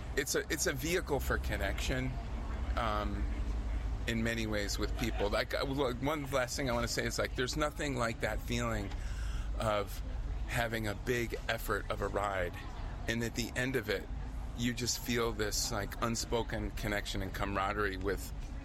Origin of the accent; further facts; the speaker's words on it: Rust Belt, United States; But I grew up in the Rust Belt, and I love the decrepit industrial landscape, and I like riding through all of it.